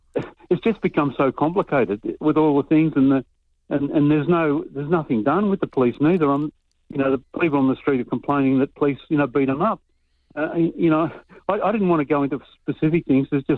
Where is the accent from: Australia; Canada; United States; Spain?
Australia; born there; I was born in Australia and I've got distant Aboriginal descent.